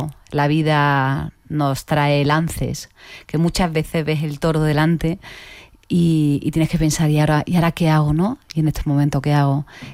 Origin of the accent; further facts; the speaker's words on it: Seville, Andalusia, Spain; soy de Sevilla.